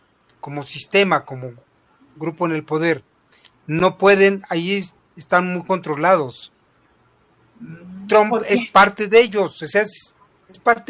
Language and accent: Spanish; Mexico; nuestra conciencia como mexicano